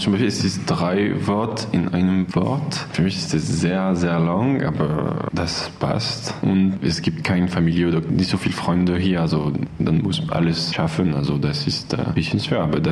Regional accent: France; German is a second language; moved away as an adult; now in Germany; Wir haben nicht so viel Dialekt in Frankreich.

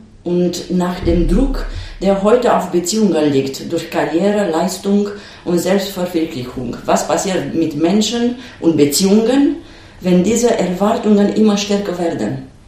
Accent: Romania; German is a second language; moved away as an adult; ich komme aus Rumänien, ich bin hier mit 40 angekommen, ich habe kein Deutsch gesprochen, ich habe damals angefangen, Deutsch zu lernen, zu sprechen und auf Deutsch zu spielen. Und jetzt, nach 8,5 Jahren

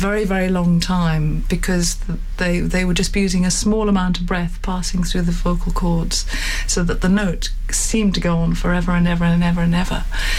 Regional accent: Wales, United Kingdom; first language Welsh; English is a second language; that the having the Welsh in there was another layer that we could put in, because of that being my mother tongue.

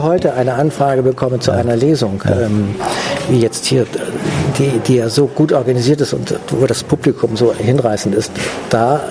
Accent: Schleswig-Holstein, Germany; Ich habe ein Haus mit Blick auf die Ostsee und also in meiner Heimat Ostholstein, da bin ich aufgewachsen.

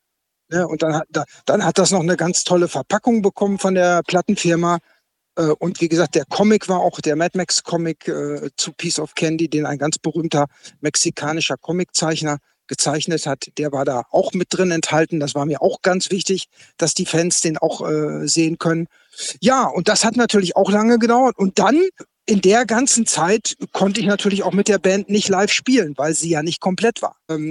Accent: Münster, North Rhine-Westphalia, Germany; so hier in meiner Heimatstadt Münster

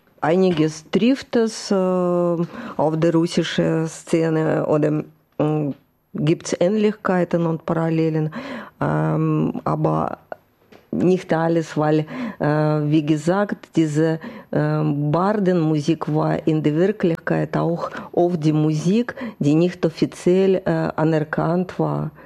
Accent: Saint Petersburg, Russia; Das ist St. Petersburg, meine Heimatstadt.

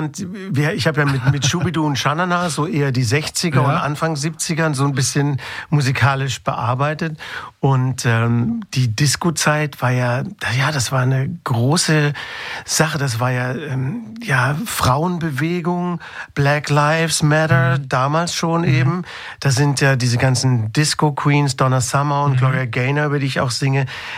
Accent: Baden-Württemberg, Germany; ich bin ja ländlich aufgewachsen in der Nähe von Heilbronn in Süddeutschland

